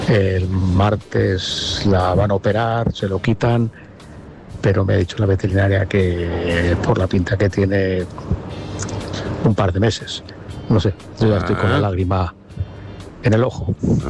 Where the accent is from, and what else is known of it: Segovia, Castile and León, Spain